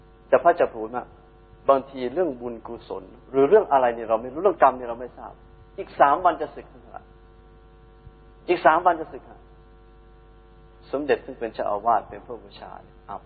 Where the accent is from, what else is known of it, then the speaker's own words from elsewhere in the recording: Bangkok, Thailand; born there; พี่สาวเกิดที่อยุธยาแต่ว่าอาตมากับพี่ชายแล้วก็น้องสาวเกิดที่กรุงเทพสองกรุงนะฮะเป็นเลือดกรุงศรีอยุธยาแต่มาเกิดที่กรุงเทพแล้วก็เกิดในพื้นที่วัด